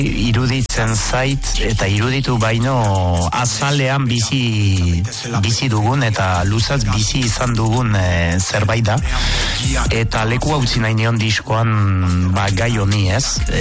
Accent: Urrugne, Nouvelle-Aquitaine, France; Basque is a second language; Barakaldon sortu nintzela, baina biziki gazte bi urterekin joan nintzen Urruñara bizitzera. Baina gurasoak, ba, espaita Extremadurakoa dut, ama bizkaitarra zen, eta ba, nere euskara ikastolakoa da, ikastolan ikasi baitut, eta erre gogorra egiten dut.

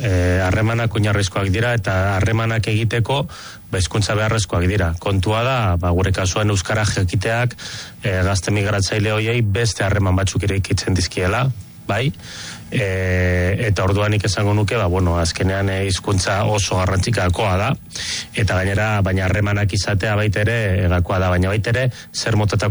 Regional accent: Basque Country, Spain; ni adibidez ni bakarrik euskaldun sentitzen naiz

